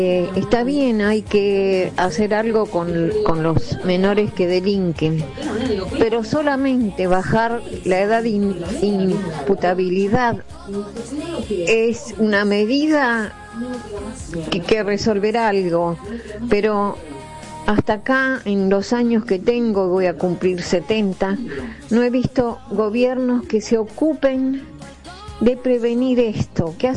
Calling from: La Plata, Buenos Aires Province, Argentina; de La Plata.

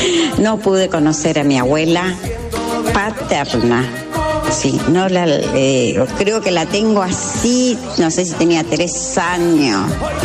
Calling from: Lomas de Zamora, Buenos Aires Province, Argentina; de Loma de Zamora

